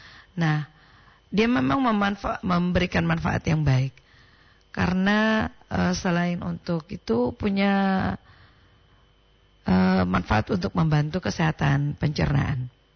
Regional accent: Gorontalo, Indonesia; kita orang Gorontalo

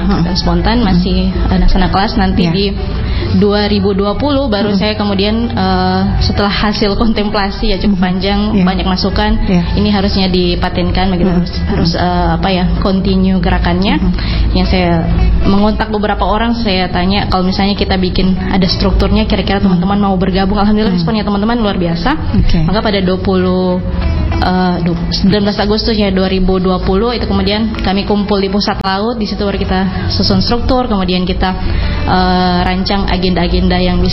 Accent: Luwuk, Central Sulawesi, Indonesia; Asli Luwuk.

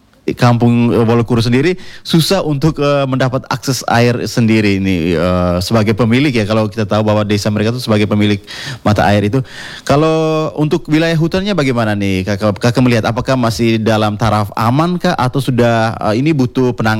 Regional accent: Mata Loko, East Nusa Tenggara, Indonesia; Jadi saya ini kan dari Mata Loko nih, dari Mata Loko ya, airnya dari Mata Ia, sekitaran Mata Ia yang sumber airnya ini hampir ke seluruh Golewa nih

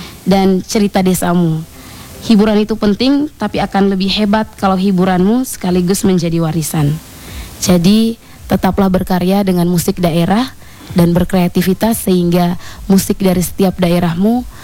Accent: Ende, East Nusa Tenggara, Indonesia; kita orang Ende

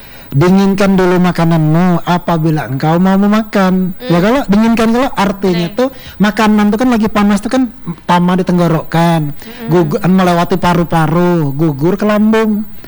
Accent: East Kalimantan, Indonesia; Karena bahasa Kutai ini jati diri etam sebagai asli orang Kalimantan Timur.

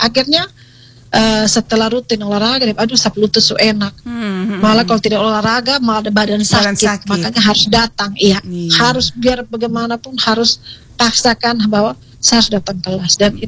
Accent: East Nusa Tenggara, Indonesia; kemudian ada keluar pulau, kan saya dari Flores, jadi sering pulang Flores

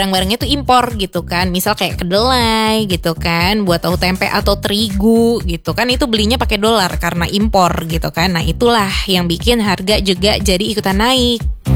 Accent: Jakarta, Indonesia; moved away as an adult; now in Manado, Indonesia; aku ditugasin di sini gitu ya, di kota Manado. Secara aku kan orang Jakarta gitu kan.

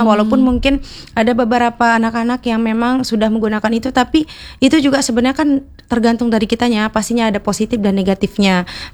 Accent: West Nusa Tenggara, Indonesia; Walaupun memang kita ini orang KLU ya, anak-anak KLU.

